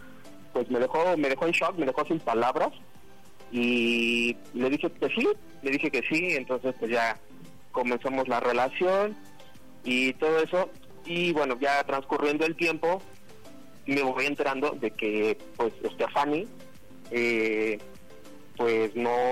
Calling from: State of Mexico, Mexico; Tengo 32 y soy del Estado de México.

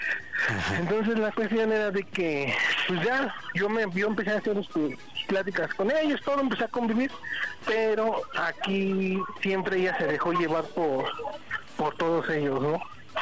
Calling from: Venustiano Carranza, Mexico City, Mexico; aquí de la Venustiano Carranza.

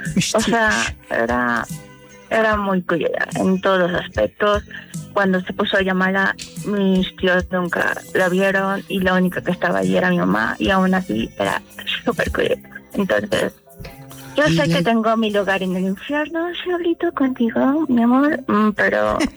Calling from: Fuentes del Pedregal, Mexico City, Mexico; De acá de Fuentes del Pedregal

